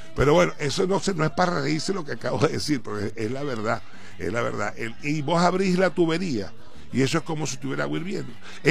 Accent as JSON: {"language": "Spanish", "region": "Zulia", "country": "Venezuela", "said": "los que hemos vivido en la costa oriental y los que somos del Zulia sabemos de ese calor de altísima calidad que hay en el Zulia"}